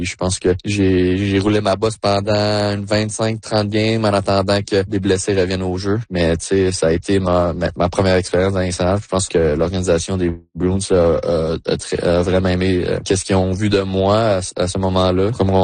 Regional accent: Quebec, Canada; Puis je pense que lorsque j'ai grandi, là, en Abitibi-Témiscamingue

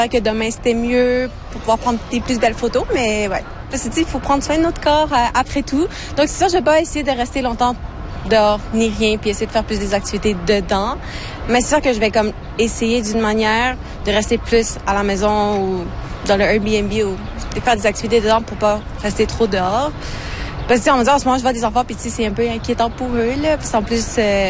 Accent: Montreal, Quebec, Canada; puis je suis venue à Toronto pour un peu pour faire du tourisme, puis tout, parce que je viens de Montréal.

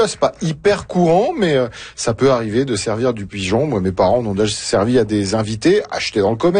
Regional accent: Paris, Île-de-France, France; Vous savez, en tant que Parisien, je peux pas vous dire que j'aime les pigeons.

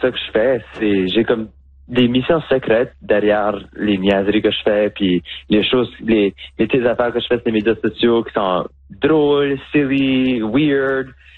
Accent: Moncton, New Brunswick, Canada; now in Montreal, Canada; on s'est affirmé comme drag queen acadienne

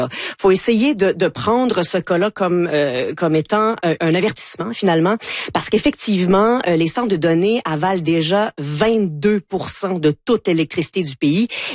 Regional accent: Quebec, Canada; Puis nous, au Québec, imaginez-vous donc que nous ne pas si opposés que ça, finalement.

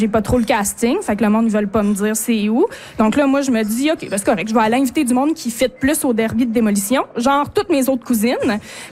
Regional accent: Quebec, Canada; Haute-Côte-Nord. Moi, je viens de là. Je viens pas des Bergeron, mais je viens de la Haute-Côte-Nord.

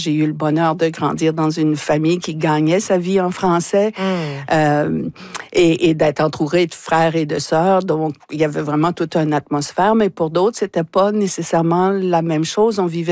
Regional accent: Moncton, New Brunswick, Canada; Ça fait que nous, on a grandi à Moncton

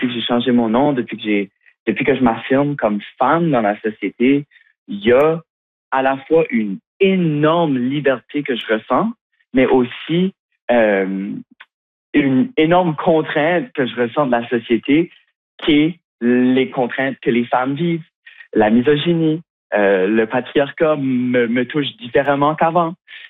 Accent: Shediac, New Brunswick, Canada; en grandissant à Shediac, moi, je connaissais pas de femmes trans.

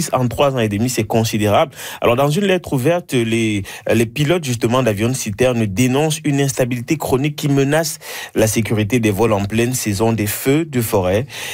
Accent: Cameroon; now in Canada; le Cameroun, qui est mon pays d'origine

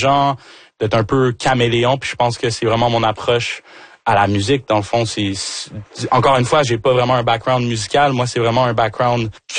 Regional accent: Rouyn-Noranda, Quebec, Canada; moi, je suis Québécois de chez Québécois, là, tu sais, je suis né ici, justement, à Rouyn-Noranda.

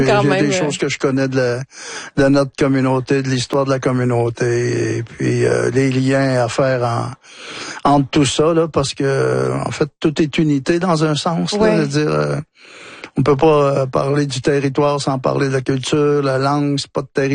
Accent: Trois-Rivières, Quebec, Canada; born there; also born or lived in Wôlinak; mon père est originaire de Wahinak. Je suis né à Trois-Rivières, mais on passait tous nos étés le long de la rivière. Là, mon père avait de la famille sur la communauté à l'époque.

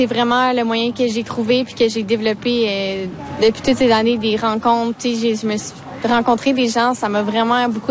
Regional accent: Cacouna, Quebec, Canada; Moi, je suis Wolastoogoo de Kakuna, fait que j'ai de la première nation Wolastoogoo Kwasibegook.

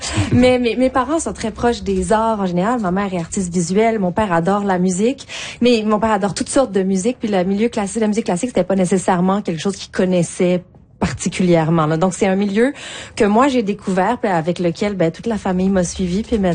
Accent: Saint-Bruno-de-Montarville, Quebec, Canada; J'ai grandi à Saint-Bruno, là, en banlieue de Montréal.

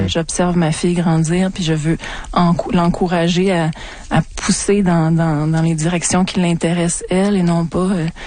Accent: Montreal, Quebec, Canada; parce que moi, je suis une Montréalaise, donc je suis née ici.

